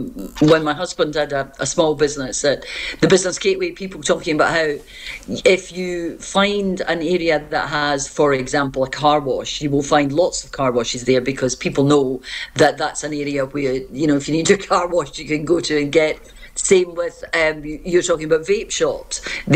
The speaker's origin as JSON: {"language": "English", "region": "Scotland", "country": "United Kingdom", "lives_now": "Edinburgh, United Kingdom", "said": "being a Scot"}